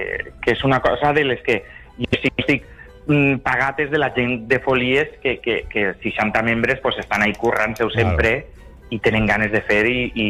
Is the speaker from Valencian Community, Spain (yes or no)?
yes; Meliana, Valencian Community, Spain; Jo vivia a Meliana, soc de Meliana, com saps